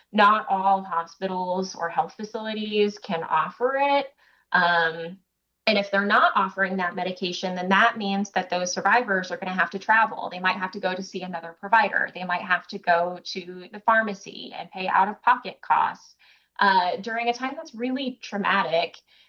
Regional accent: Missouri, United States; moved away as an adult; also born or lived in Washington, District of Columbia, United States; I'm happy to be back in my home state for sure.

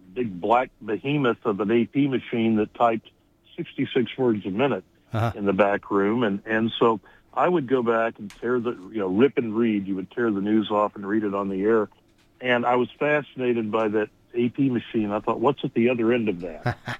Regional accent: Arkansas, United States; moved away as an adult; also born or lived in Little Rock, Arkansas / Baton Rouge, Louisiana; now in Columbia, Missouri, United States; I grew up on a farm in Arkansas

